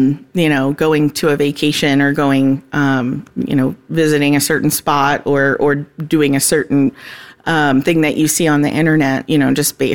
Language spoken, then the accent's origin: English; Florida, United States; now in Ohio, United States